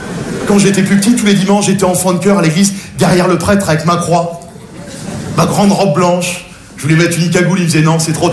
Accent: Nogent-sur-Marne, Île-de-France, France; J'ai grandi à Nogent-sur-Marne, je suis passionné à quelqu'un. Petite banlieue très bourgeoise

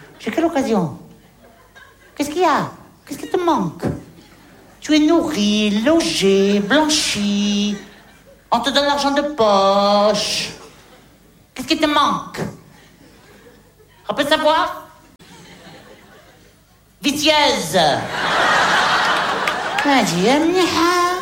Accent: Hauts-de-France, France

